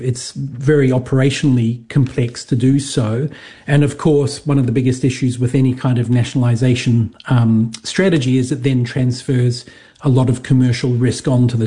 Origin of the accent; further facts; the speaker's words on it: New Zealand; moved away as an adult; now in Adelaide, Australia; I am a New Zealander. Oh, I've only lived in Adelaide for about 4.5 years.